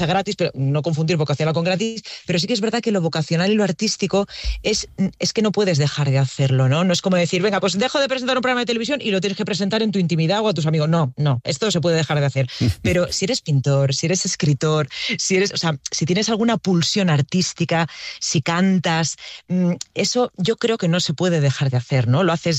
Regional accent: La Vall d'Uixó, Valencian Community, Spain; yo soy de Baiduxó, que es un pueblo que está rodeado de montañas y que tiene el mar muy, muy, muy, muy cerquita, Moncofar, Chilches, Burriana, Nules, ¿no?

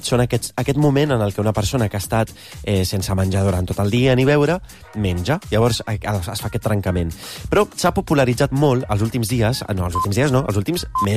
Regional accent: Roses, Catalonia, Spain; Jo soc de Roses, de Girona

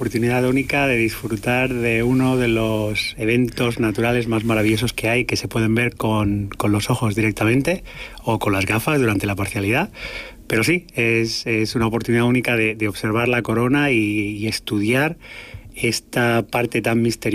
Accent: Terrassa, Catalonia, Spain; a mí me hace mucha ilusión celebrar un evento de tal magnitud con mi gente aquí en mi casa, en mi país.

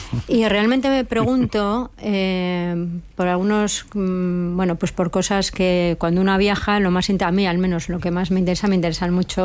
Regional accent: Basque Country, Spain; also born or lived in San Sebastián; Euskadi, que está, lo digo porque yo soy vasca.

